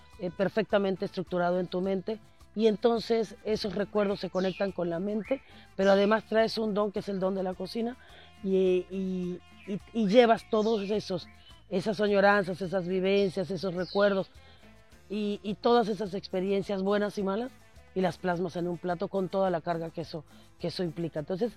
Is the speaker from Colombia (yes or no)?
no; Mexico; Y a veces como mexicano nosotros no lo valoramos.